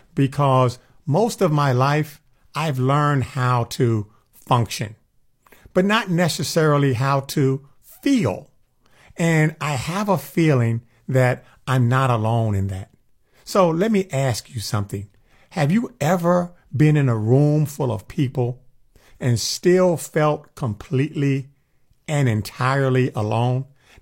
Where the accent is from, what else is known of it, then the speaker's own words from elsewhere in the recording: New York City, New York, United States; Even as a young kid growing up in New York City, you know, where life is fast, life is hard